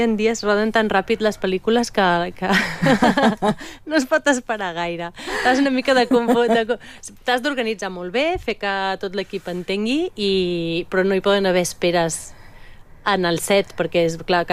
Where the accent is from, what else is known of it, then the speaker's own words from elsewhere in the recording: Tona, Catalonia, Spain; also born or lived in Manlleu; És que també jo sóc de Manlleu, de Tona, i en aquella època sense internet i tal